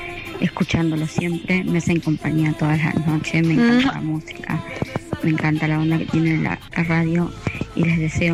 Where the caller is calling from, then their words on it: Villa de Mayo, Buenos Aires Province, Argentina; de Villa de Mayo, volviendo a casa